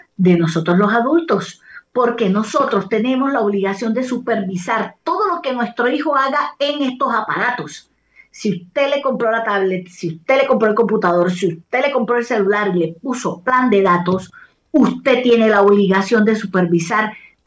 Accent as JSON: {"language": "Spanish", "country": "Colombia", "also_born_or_lived": "Barranquilla"}